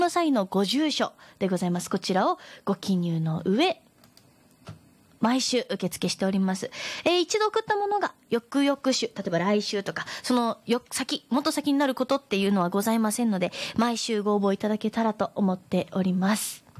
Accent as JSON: {"language": "Japanese", "region": "Miyazaki", "country": "Japan", "accent": "Miyazaki dialect", "said": "そういう喋り方をされると私もやっぱ宮崎弁にな"}